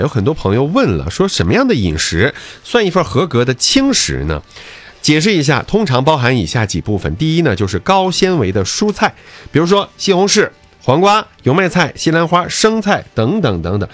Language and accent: Chinese; Northeast China, China; accent: Northeastern